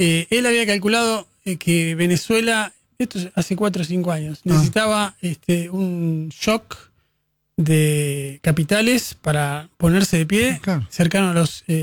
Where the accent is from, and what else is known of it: Argentina